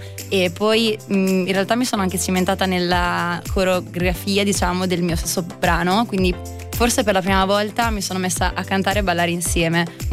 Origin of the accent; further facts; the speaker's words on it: Riccione, Emilia-Romagna, Italy; Io sono della zona, sono di Riccione.